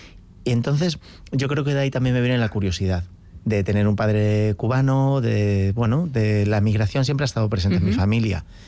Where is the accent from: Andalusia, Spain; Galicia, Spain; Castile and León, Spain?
Galicia, Spain; moved away; soy un gallego raro